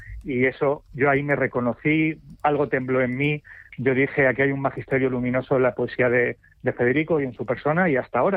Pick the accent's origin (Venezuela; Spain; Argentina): Spain; Andalusia; now in Girona and Madrid, Spain; yo soy andaluz, aunque ahora vivo entre Girona y Madrid.